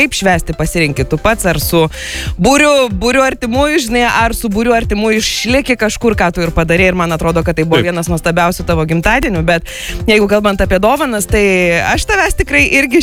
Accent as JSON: {"language": "Lithuanian", "region": "Dzūkija", "country": "Lithuania", "said": "Tai žinok, kadangi aš esu iš Dzūkijos, tai aš tau... Baravykiukų."}